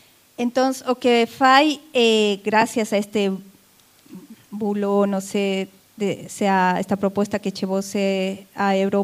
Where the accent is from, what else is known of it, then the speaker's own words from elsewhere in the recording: Bolivia; now in Spain; yo como boliviana